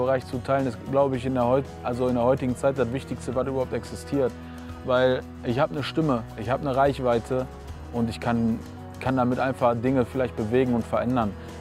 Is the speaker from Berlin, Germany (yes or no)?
no; North Rhine-Westphalia, Germany; meine Umgebung und auch das, wo ich herkomme, ist schon einfach sehr wichtig. Ist einfach, weil das ist mein Bezug, sage ich mal. Ich bin hier aufgewachsen, ich habe die Sprache mitgekriegt, ich habe das Ruppige mitgekriegt